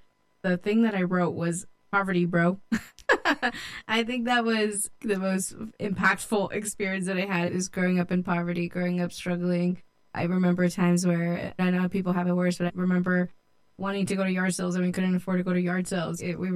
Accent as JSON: {"language": "English", "town": "Modesto", "region": "California", "country": "United States", "tie": "born or raised there", "also_born_or_lived": "Mexico", "said": "I grew up here in Modesto, but I am a product of immigrant farm workers. I grew up after we moved from Mexico here in Modesto since the age of 6, and I had all of my education here."}